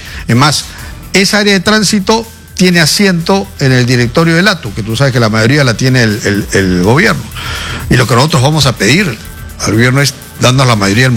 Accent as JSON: {"language": "Spanish", "country": "Peru", "said": "Tú sabes cómo somos los peruanos"}